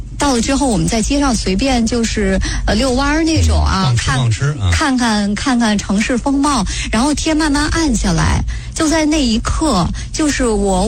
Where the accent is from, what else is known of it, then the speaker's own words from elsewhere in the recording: China; 我们中国人